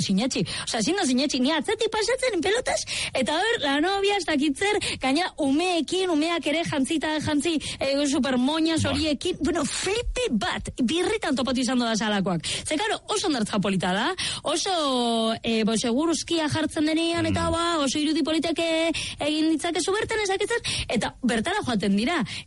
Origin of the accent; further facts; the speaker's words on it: Bilbao, Basque Country, Spain; etzaitezte etorri ze Iralakoak gara super gaiztoak, eta bueno, bai, oso txungoak gara. Iralan oso txungoak gara, etzaitezte etorri nere ausora, mesedez.